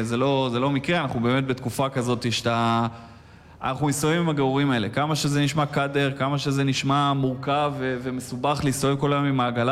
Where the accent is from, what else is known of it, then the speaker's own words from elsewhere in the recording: Nov, Northern District, Israel; אז כן, אני נולדתי וגדלתי במושב נוב בדרום הגולן. ההורים שלי בעצם ממקימי ההתיישבות בגולן, הם הקימו את המושב, מהמקימים של המושב קשת, במרכז הגולן. לימים אחרי 18 שנה הם עברו למושב נוב, שם בעצם אני נולדתי.